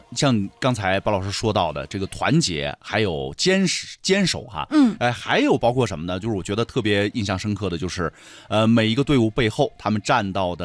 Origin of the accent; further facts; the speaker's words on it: Yunnan, China; 喝着我们云南的歌声舞步，我们云南人的精神。